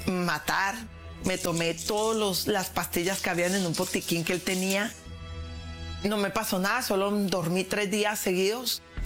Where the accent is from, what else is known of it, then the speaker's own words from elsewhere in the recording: Colombia; moved away; La verdad que esos 3 años que estuve con él fueron los mejores años después de que vine de Colombia.